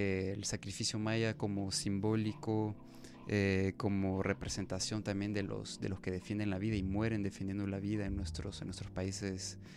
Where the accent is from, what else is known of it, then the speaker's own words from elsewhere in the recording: Honduras; nos sigue afectando mucho como hondureños